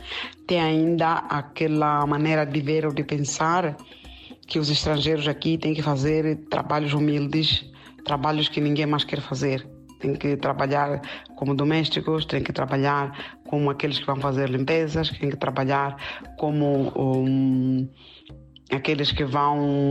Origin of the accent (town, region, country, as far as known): Mozambique; moved away as an adult